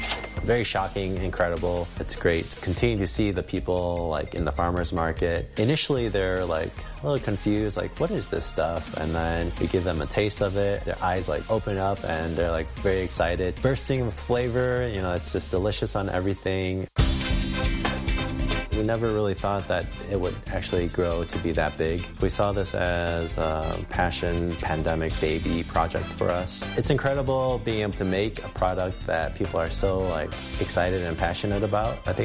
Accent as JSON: {"language": "English", "town": "Chicago", "region": "Illinois", "country": "United States", "tie": "born or raised there", "said": "I was born and raised in Chicago, lived here my entire life."}